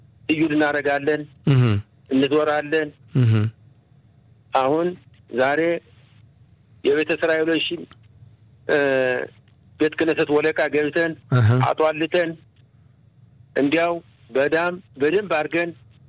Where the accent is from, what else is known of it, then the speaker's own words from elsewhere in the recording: Adet, Amhara, Ethiopia; now in Israel; የዳባት አውራጃ። አዎ እሱ እኛ ተወልደን አድገን ተደረን ተኩለን ነው ወደ እስራኤል ሀገር መንገድ የጀመርነ።